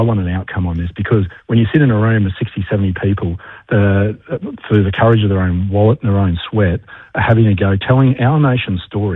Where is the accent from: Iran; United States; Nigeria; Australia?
Australia; Queensland; I mean, I'm from Western Queensland.